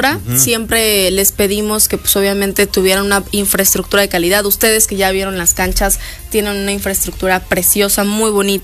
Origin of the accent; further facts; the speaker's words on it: Puebla, Mexico; nosotros somos empresarios poblanos